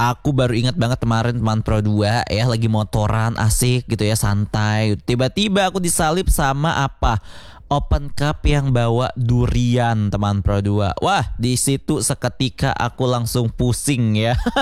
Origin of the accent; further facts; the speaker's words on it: West Nusa Tenggara, Indonesia; karena daerahku di Kabupaten Lombok Utara, tepatnya di daerah Selelosan